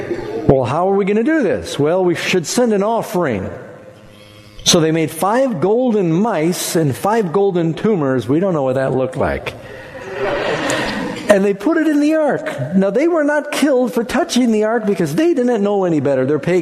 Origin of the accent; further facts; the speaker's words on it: New York City, New York, United States; That was amazing to me because I grew up in New York City where pigeons are like dust.